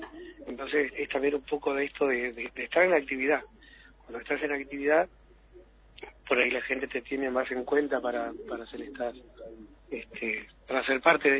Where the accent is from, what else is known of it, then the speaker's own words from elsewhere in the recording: El Calafate, Santa Cruz, Argentina; a Calafate, mi pueblo, y a Santa Cruz